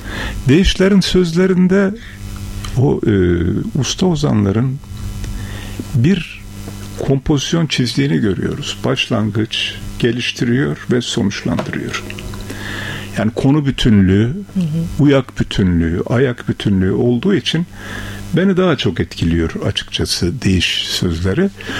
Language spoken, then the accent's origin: Turkish; Şarkışla, Sivas, Turkey; Şimdi benim büyüdüğüm yer Sivas bölgesi, Şarkışla bölgesi.